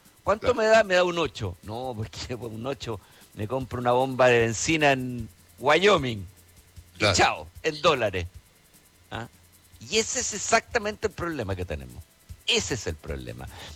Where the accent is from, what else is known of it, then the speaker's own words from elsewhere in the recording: Chile; con lo pendular que somos los chilenos, y digo pendular para no decir esquizofrénico, psicópata, entre los que me incluyo, a mucho orgullo